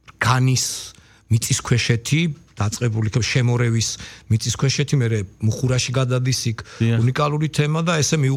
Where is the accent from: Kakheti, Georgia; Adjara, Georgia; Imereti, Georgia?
Imereti, Georgia; Chiatura; born or raised there